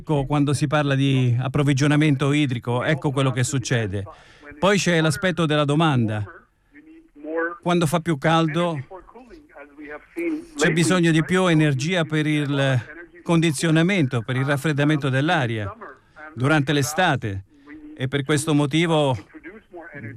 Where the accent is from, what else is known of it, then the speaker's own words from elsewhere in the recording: Iran; Italian is a second language; now in Italy; Io parlavo del mio paese, l'Iran, dove il problema dell'acqua risaliva a 50 anni fa.